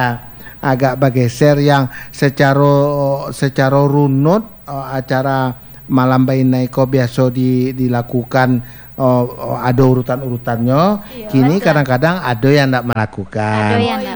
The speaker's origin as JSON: {"language": "Indonesian", "region": "West Sumatra", "country": "Indonesia", "said": "Kami orang Minang"}